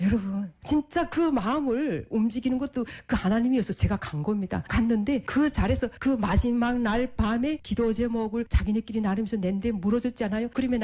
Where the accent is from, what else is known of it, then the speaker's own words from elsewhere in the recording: North Korea; 아 그래서 내가 나는 북한에서 왔다고 이랬어요.